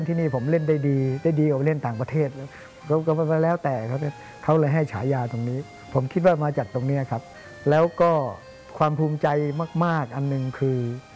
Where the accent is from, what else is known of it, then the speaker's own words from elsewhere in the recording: Phitsanulok, Thailand; พอผมเรียนประถมที่จังหวัดพิษณุโลกนะผมเป็นคนพิษณุโลก